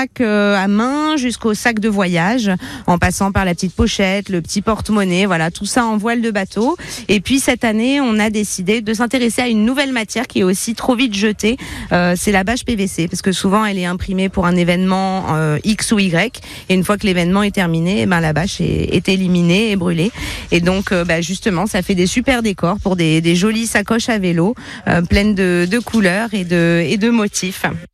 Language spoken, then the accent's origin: French; Paris, Île-de-France, France; Eh ben, moi, je viens de Paris. Je suis parisienne à la base. Et voilà, ça fait 4 ans maintenant que je suis installée dans la région.